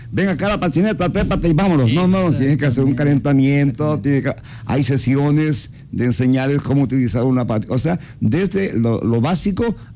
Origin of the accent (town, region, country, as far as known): Ecuador